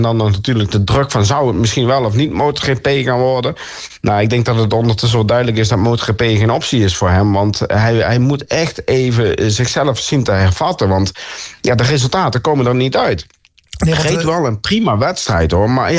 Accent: Netherlands; we doen het nog steeds gewoon heel goed als Nederlanders zijnde.

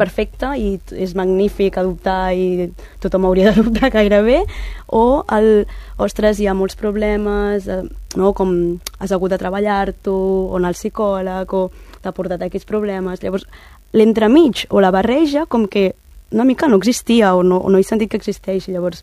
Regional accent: Tarragona, Catalonia, Spain; A més, som de Tarragona, havíem d'anar a Reus

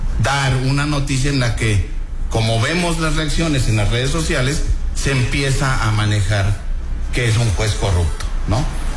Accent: Coahuila, Mexico; born there; yo soy coahuilense por nacimiento, y por residencia también

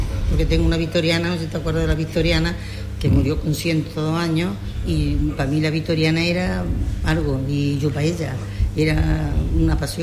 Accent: Adamuz, Andalusia, Spain; accent: Adamuz S (almuseña); now in Pozoblanco, Spain; Yo soy de Adamu.

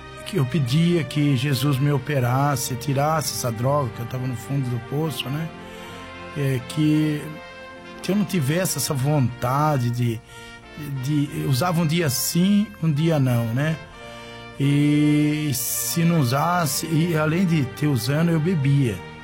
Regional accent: Itatiba, São Paulo, Brazil; sou de Itatiba, o bairro Santa Cruz, Alameda Dom Pedro II, número 170.

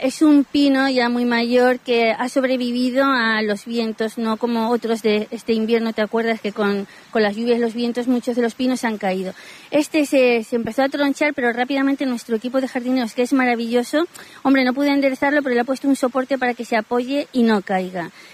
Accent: Ciudad Real, Castilla-La Mancha, Spain; todos sabemos los de Ciudad Real que somos enemigos seculares de Miguel Turra

